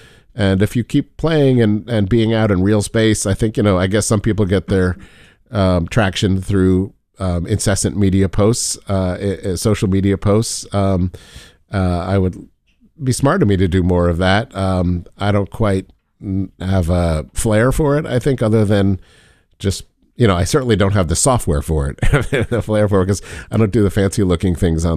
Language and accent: English; Philadelphia, Pennsylvania, United States; moved away as an adult; also born or lived in New York City; now in Chicago, United States; Alexa and I have been in Chicago a long time. We're both from Philadelphia, but we were planning a life in New York City